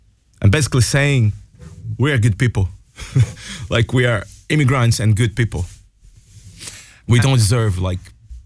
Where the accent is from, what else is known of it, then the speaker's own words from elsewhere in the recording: Brazil; now in Ireland; I'm from Brazil as a Brazilian man.